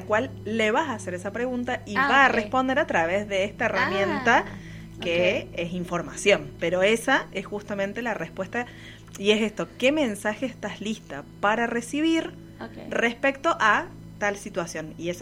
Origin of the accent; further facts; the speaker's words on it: Mendoza, Argentina; now in Río Cuarto, Argentina; Y yo mendocina